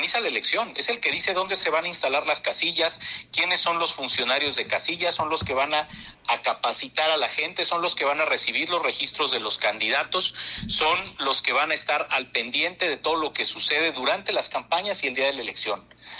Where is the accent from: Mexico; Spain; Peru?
Mexico; y al igual que todos los mexicanos, estoy muy ilusionado de que podamos tener un mundial histórico.